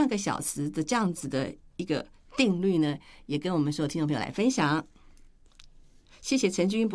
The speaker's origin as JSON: {"language": "Chinese", "country": "China", "said": "就我们中国人的这种火候到了，那就是要慢火细蹲了"}